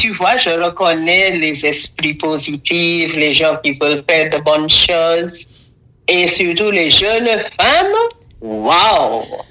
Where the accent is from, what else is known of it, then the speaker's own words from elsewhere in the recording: Dominica; also born or lived in Curaçao; Je suis dominicaine. Je suis née à Curaçao, des parents de la Dominique.